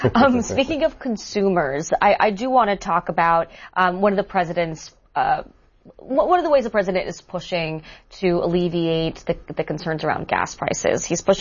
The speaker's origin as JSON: {"language": "English", "region": "California", "country": "United States", "said": "Congressman Barrett, as a Californian, I've been watching those gas prices in California in particular, and boy, is it tough."}